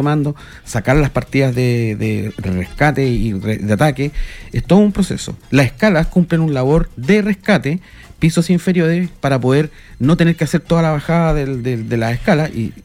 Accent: Iquique, Tarapacá, Chile; Somos iquiqueños, tenemos un amor profundo por nuestra tierra, por nuestra cultura y por nuestro país, por nuestra patria.

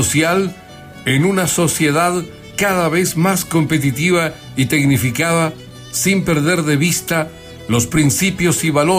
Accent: Chile

